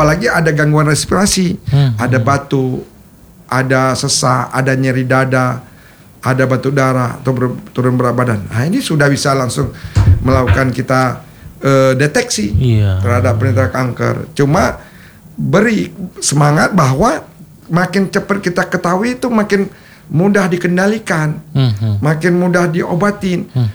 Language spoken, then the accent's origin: Indonesian; Aceh, Indonesia; memang orang kita Aceh